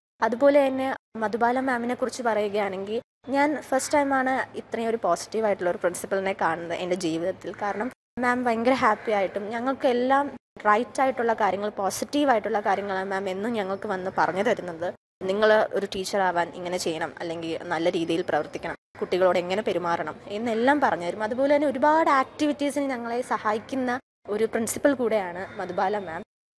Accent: Thiruvananthapuram, Kerala, India; ഞാൻ തിരുവനന്തപുരം സ്വദേശിനിയാണ്.

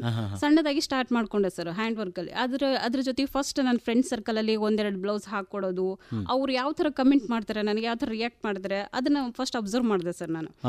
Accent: Aurad, Karnataka, India; now in Raichur, India; ನಾನು ನನ್ನ ತಂದೆ ನನ್ನ ತಾಯಿ ಎಲ್ಲ ಮೂಲತಃ ನಾವು ಬೀದರ್ ಜಿಲ್ಲೆ ಔರಾದ್ ತಾಲೂಕಿನವರು ಸರ್.

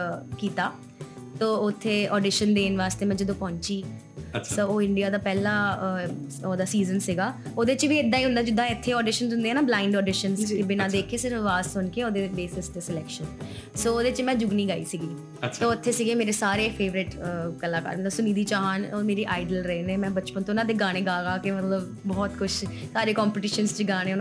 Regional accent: Jalandhar, Punjab, India; moved away; ਮੈਂ ਜਲੰਧਰ ਤੋਂ ਆਈ ਹੋਈ ਹਾਂ

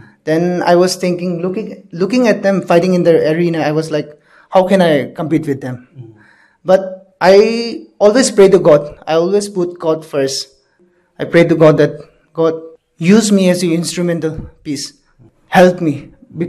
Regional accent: Dimapur, Nagaland, India; I am from India, and apart from India, I'm from the small state, Dimapur, very small state.

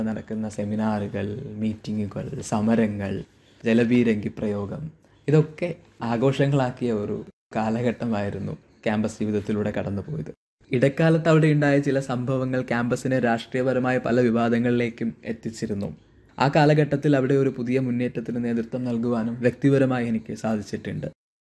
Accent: Thiruvananthapuram, Kerala, India; തിരുവനന്തപുരം സ്വദേശിയാണ്.

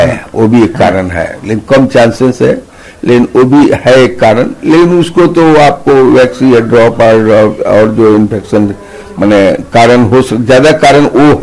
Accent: Bihar, India; now in Hazaribagh, India; बिहार के रहने वाला हूँ, लेकिन घर हजारीबाग में ही बना लिया।

